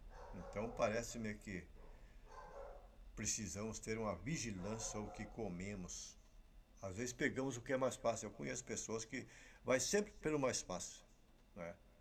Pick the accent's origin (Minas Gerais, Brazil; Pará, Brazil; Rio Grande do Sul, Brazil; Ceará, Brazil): Rio Grande do Sul, Brazil; São Nicolau; now in Sapiranga, Brazil; lá na cidade onde eu me criei, São Nicolau